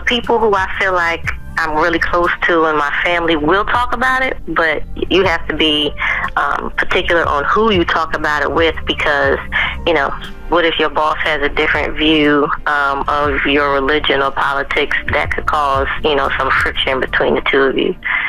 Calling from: Oklahoma City, Oklahoma, United States; I'm calling from Oklahoma City.

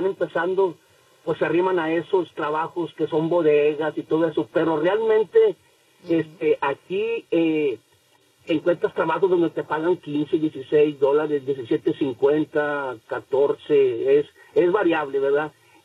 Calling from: McAllen, Texas, United States; de McAllen, Texas.

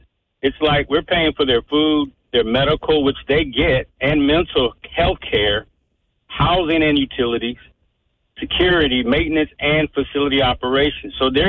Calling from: Wisconsin, United States

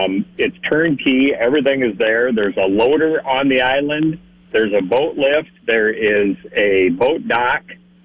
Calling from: Parkston, South Dakota, United States; from Parkston.

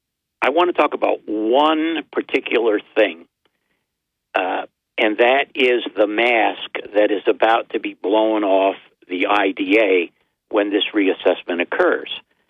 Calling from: Binghamton, New York, United States; from Binghamton.

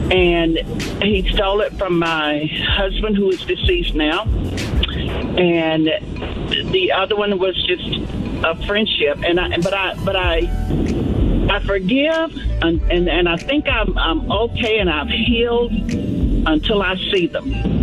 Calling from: United States; I'm calling from Douglas County.

